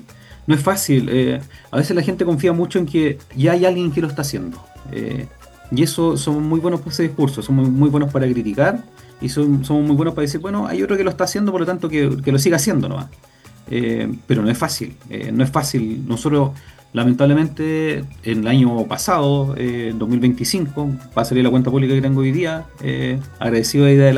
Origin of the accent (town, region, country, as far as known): Chile